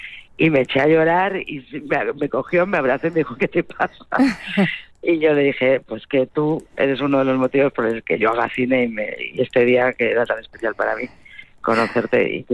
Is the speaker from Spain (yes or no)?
yes; Bilbao, Basque Country, Spain; Yo soy de Bilbao y tenemos esa fama también.